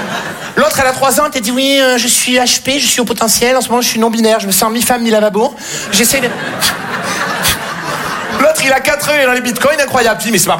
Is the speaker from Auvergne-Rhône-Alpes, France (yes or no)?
no; Marseille, Provence-Alpes-Côte d'Azur, France; j'ai grandi à Marseille.